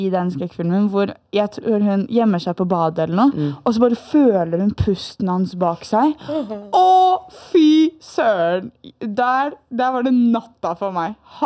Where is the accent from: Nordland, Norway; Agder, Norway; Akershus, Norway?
Akershus, Norway; Bærum